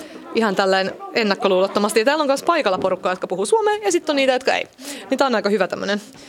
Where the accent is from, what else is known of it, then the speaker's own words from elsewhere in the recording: Turku, Southwest Finland, Finland; first language Finnish; moved away as an adult; now in Sweden; mä oon asunut Ruotsissa nyt vähän reilu 10 vuotta ja sitä ennen mä oon siis Turusta, että suomen kielin alun perin ja ruotsi oppinut tässä ihan vaan asumalla ja tekemällä, niin pärjään molemmilla.